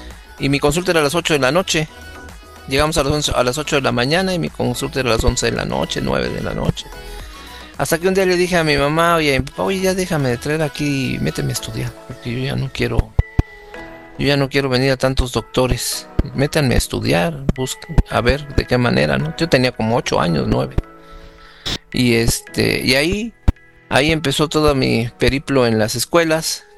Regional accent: Córdoba, Veracruz, Mexico; born there

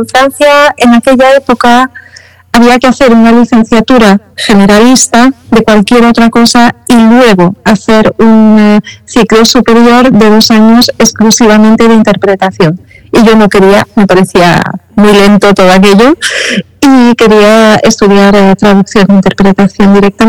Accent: Madrid, Community of Madrid, Spain; now in Brussels, Belgium; Mira, pues yo nací en Madrid, estoy muy orgullosa de ello, me siento muy madrileña.

